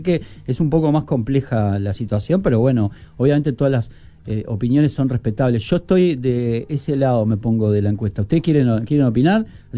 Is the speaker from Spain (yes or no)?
no; Uruguay; born there; Mis bisabuelos eran europeos, mis bisabuelos. En mi caso que vengo también a ser tercera generación nacida en Uruguay.